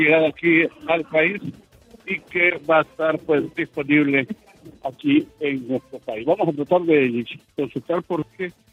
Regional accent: Honduras; aquí todos somos hondureños y todos tienen derecho

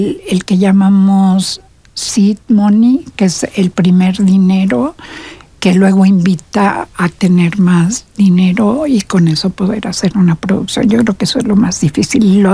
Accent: Mexico City, Mexico; now in Querétaro, Mexico; soy de Ciudad de México, pero ya soy de aquí de Querétaro. Tengo aquí toda la vida. Tengo una hija queretana. Sí, también. Entonces, me encanta Querétaro y vivo aquí a dos cuadras.

